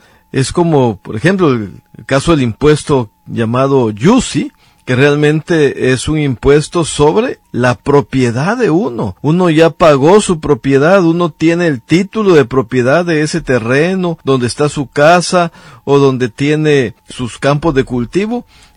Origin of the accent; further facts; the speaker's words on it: Guatemala